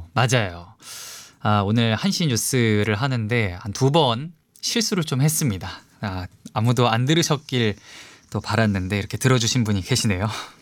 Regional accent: Seoul, South Korea; 제가 뭐 고향은 서울이지만 뭐 고향과 관계없이 어설픈 사투리가 또 막 툭툭 나올 수가 있습니다.

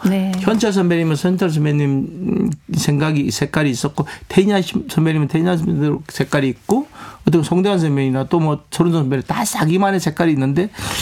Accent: Samcheok, Gangwon, South Korea; accent: Samcheok dialect (Gangwon with Gyeongsang intonation)

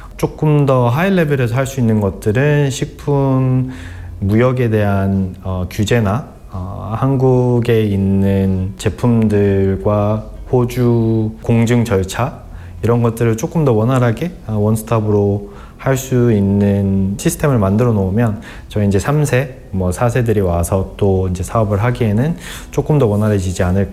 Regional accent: South Korea; now in Australia; 저는 100% 한국인이긴 하지만 100% 호주인이라고 생각을 하거든요.

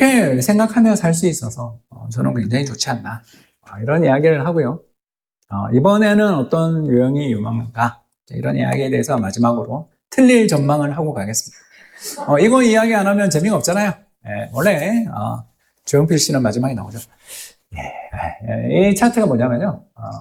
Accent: Daegu, South Korea; 제가 대구 사람입니다. 대구하고도 대구 남구 대명동에 사는데요.

